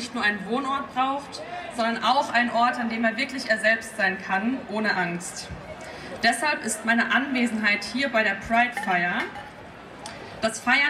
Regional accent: Gaza, Gaza Strip, Palestine; now in Germany; Ich bin Palästinenser aus Gaza. Ich kam als Flüchtling nach Deutschland, im Gepäck schwere Erinnerungen, viele Verluste und eine Hoffnung, die niemals erloschen ist.

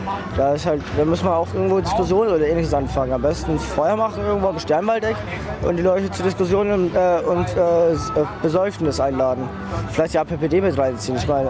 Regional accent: Nuremberg, Bavaria, Germany; Ich bin nicht Freiburger, ich bin Nürnberger.

